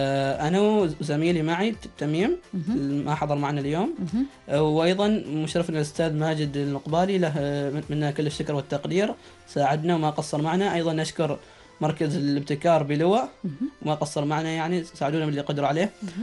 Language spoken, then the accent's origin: Arabic; Oman; وهذه المادة موجودة عندنا في عمان بشكل مهول ولكن لم يتم استغلالها. فاحنا قلنا ليش ما نستغل هذه الخامات العمانية بحيث انه نحل من اكبر المشاكل العمانية.